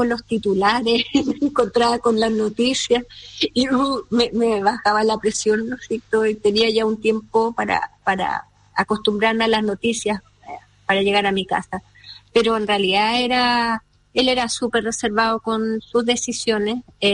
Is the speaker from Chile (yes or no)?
yes; Chile; y de las que nosotros también como chilenos nos fuimos enterando, es lo que a él lo transformó.